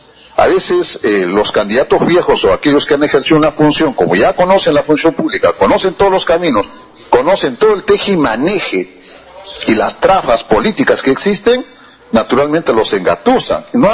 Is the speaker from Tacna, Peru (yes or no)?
yes; Candarave, Tacna, Peru; now in Tacna, Peru; En el caso de Candarave, mi paisano, no puedo hablar más de mi tierra